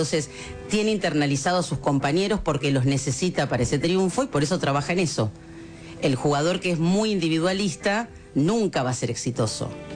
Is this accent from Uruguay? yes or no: no; Argentina